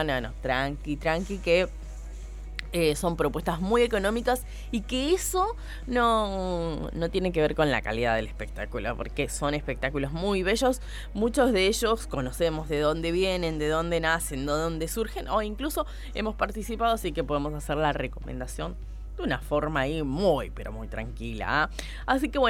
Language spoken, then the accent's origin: Spanish; José C. Paz, Buenos Aires Province, Argentina; Somos de José C. Paz, somos de la zona de Pilar, somos de la zona de Moreno, de San Miguel, de Malvinas Argentinas.